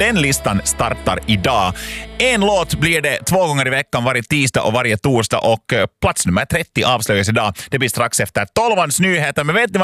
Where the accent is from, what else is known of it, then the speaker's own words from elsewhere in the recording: Finland; jag är en dålig finlandssvensk som kan ganska lite om handboll